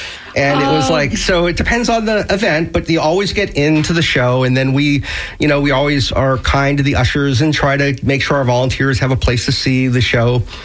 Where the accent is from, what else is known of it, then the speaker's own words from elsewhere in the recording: Miami, Florida, United States; moved away as an adult; So I grew up in Miami. Was a like a typical 18-year-old, moved out of Miami when I was 18 and went to college.